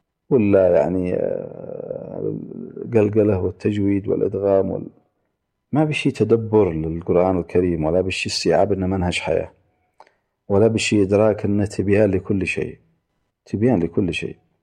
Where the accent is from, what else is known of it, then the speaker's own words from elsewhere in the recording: Yemen; احنا مثلا عندنا في اليمن